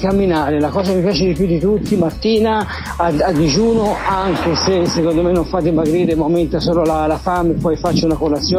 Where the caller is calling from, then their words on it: Florence, Tuscany, Italy; da Firenze.